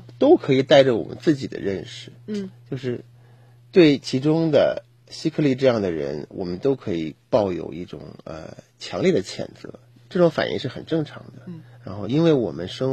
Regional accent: China; 我们中国人以前都那看几本书嘛

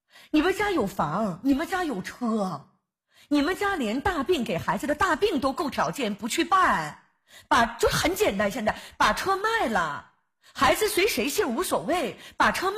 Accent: northern China, China; 我是北方人，我可能不懂这些习俗

